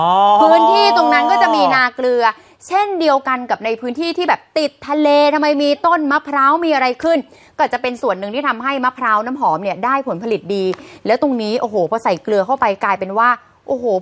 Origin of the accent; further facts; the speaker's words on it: Bangkok, Thailand; born there; ดิฉันเกิดที่กรุงเทพแม่ฉันคนโคราช